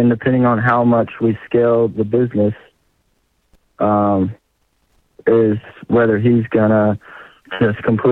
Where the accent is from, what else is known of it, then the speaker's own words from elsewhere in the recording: Arkansas, United States; I'm actually from Arkansas, but Dallas is the closest major city.